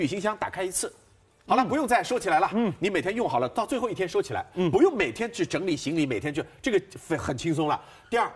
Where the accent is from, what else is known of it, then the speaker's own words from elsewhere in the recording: Shanghai, China; 我们上海人以前住的是石库门的房子，对吧？